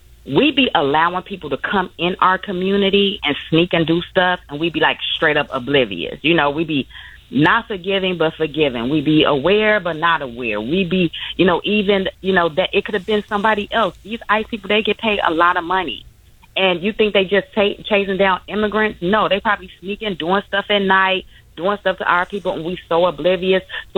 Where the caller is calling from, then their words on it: Chicago, Illinois, United States; I'm from Chicago. I'm 52, so Southside.